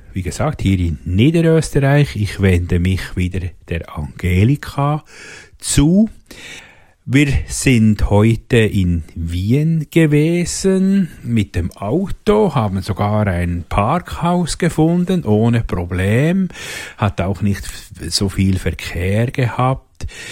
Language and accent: German; Switzerland; ich verstehe einfach nicht, warum man auch bei uns in der Schweiz so wirklich verdammt umständlich tut